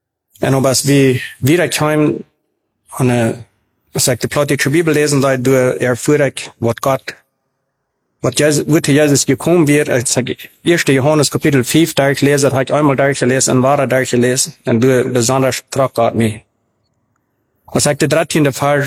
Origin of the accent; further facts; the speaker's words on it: Paraguay; German is a second language; also born or lived in Mexico; Ich bin in Mexiko geboren und in diesem 1973, meine Eltern traten in Paraguay, als ich ein Jahr wie, mit etwa ein Jahr. Da sind ich dann die meiste Zeit abgewachsen.